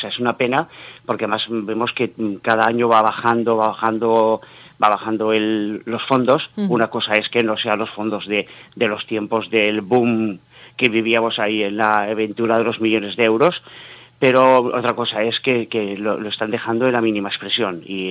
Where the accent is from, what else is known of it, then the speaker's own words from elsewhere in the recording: Spain; now in Zaragoza, Spain; yo soy español